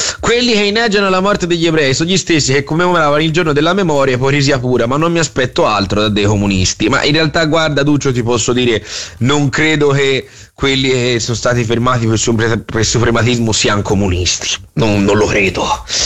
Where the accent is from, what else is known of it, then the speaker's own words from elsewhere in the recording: Florence, Tuscany, Italy; noi si passa veramente da fiorentini con il cervello piccino piccino e non si sa scherzare